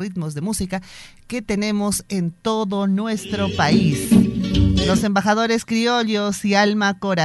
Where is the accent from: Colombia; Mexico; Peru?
Peru